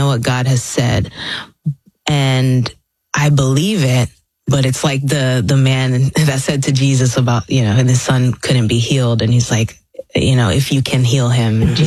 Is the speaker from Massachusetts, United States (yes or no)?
no; Orlando, Florida, United States; also born or lived in Philippines; No, I was born in the Philippines, like I said, but raised here in Orlando, not too far from here.